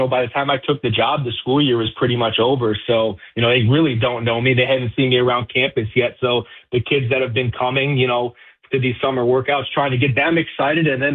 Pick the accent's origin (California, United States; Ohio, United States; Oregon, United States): Ohio, United States; now in Phoenix area, Arizona, United States; I grew up just outside of Cleveland.